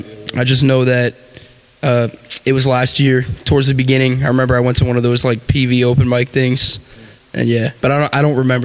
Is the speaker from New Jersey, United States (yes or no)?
yes; New Jersey, United States; I come away from New Jersey originally, but now I li